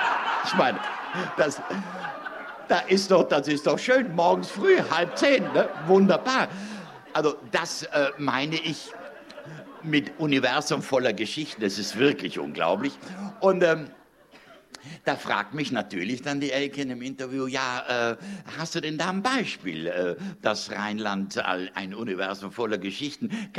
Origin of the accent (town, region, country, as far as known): Trentino-Alto Adige, Italy